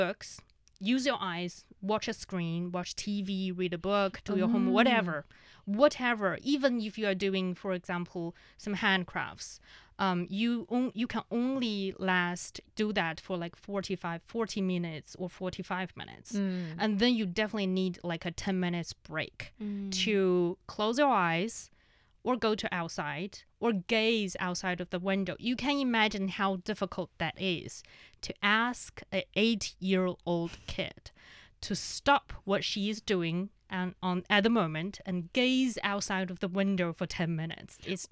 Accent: Inner Mongolia, China; Yeah, I'm from Inner Mongolia.

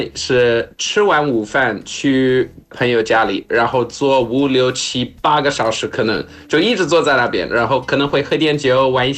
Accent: South Africa; Chinese is a second language; now in China; 在我年轻的时候在南非长大，我爸爸教我怎么烧烤，因为南非人烧烤是特别重要的一件事情。

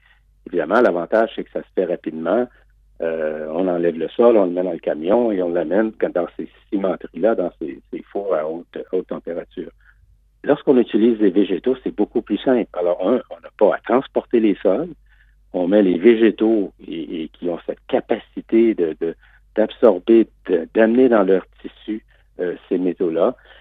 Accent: Canada

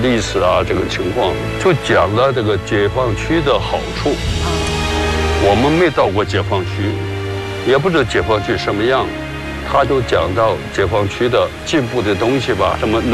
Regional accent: Dalian, Liaoning, China; 我就说到我的家乡呢，我在高中时期啊，遇到什么抗美援朝，抗美援朝的志愿军的上员呢，都是从前线坐船到了大连。

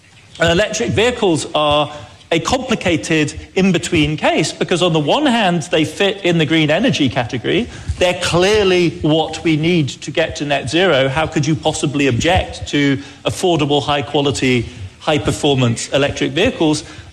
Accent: Germany; I grew up in Germany.

